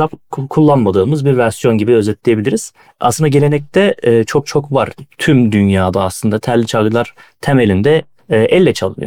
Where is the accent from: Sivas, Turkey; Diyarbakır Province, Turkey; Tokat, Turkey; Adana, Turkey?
Adana, Turkey; moved away; Ben aslında Adanalıyım